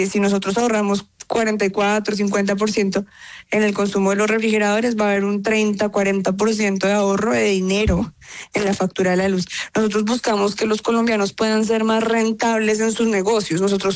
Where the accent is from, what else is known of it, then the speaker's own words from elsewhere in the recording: Colombia; Nosotros como Nanofreez, como colombianos, decidimos participar en la única categoría global